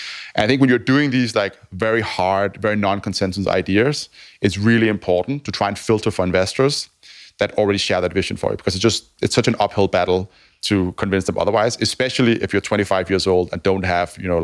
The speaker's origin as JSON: {"language": "English", "town": "Copenhagen", "region": "Capital Region of Denmark", "country": "Denmark", "tie": "born or raised there", "moved": "as an adult", "lives_now": "London, United Kingdom", "said": "So I grew up in Denmark, in Copenhagen."}